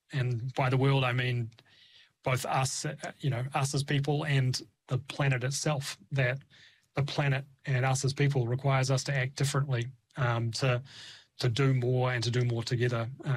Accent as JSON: {"language": "English", "town": "Christchurch", "region": "Canterbury", "country": "New Zealand", "tie": "born or raised there", "said": "growing up in Christchurch"}